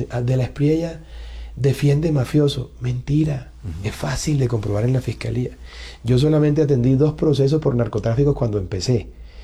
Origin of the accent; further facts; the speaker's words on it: Barranquilla, Atlántico, Colombia; also born or lived in Bogotá; barranquieros somos tan tesos que nacemos donde nos da la gana.